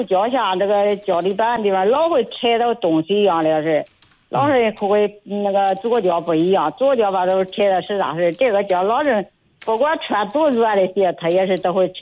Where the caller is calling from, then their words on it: Shijiazhuang, Hebei, China; 我是石家庄的。